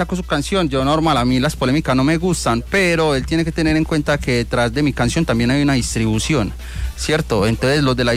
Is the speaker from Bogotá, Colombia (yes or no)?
no; Antioquia, Colombia; now in Europe; yo como antioqueño, que soy más regionalista que la arepa